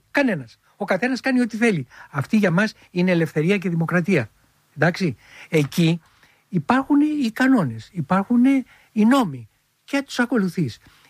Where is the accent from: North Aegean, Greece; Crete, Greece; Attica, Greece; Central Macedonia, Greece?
Attica, Greece; Filothei; Εγώ γεννήθηκα στη Φιλοθέη. Γέννημα θρέμα. Γέννημα θρέμα, Φιλοθέη.